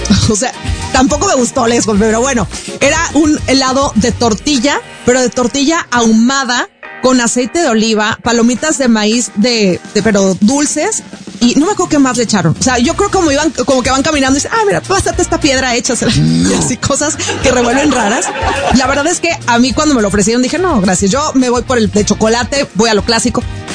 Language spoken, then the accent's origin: Spanish; Mazatlán, Sinaloa, Mexico; yo que soy sinaloense, mazatleque